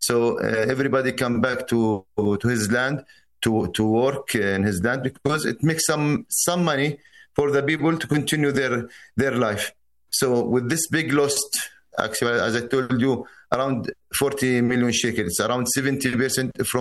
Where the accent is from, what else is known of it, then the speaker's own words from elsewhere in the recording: Halhul, West Bank, Palestine; English is a second language; I am from Halhul. Halhul is a city north to Hebron. In Halhul, we are our main business or our main work is farmers.